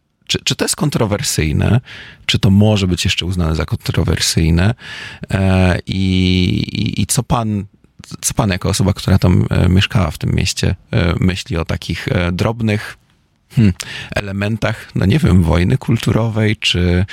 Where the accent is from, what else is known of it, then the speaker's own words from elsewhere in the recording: Gdańsk, Pomeranian Voivodeship, Poland; Ja wychowałem się w Oliwie, tam gdzie katedra